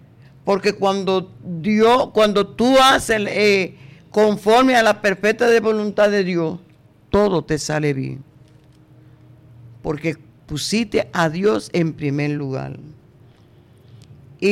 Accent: Dominican Republic

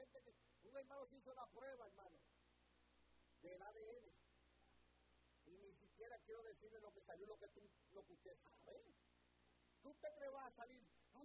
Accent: New York, United States; Yo no soy judío. Yo soy puertorriqueño del Bronx, Nueva York.

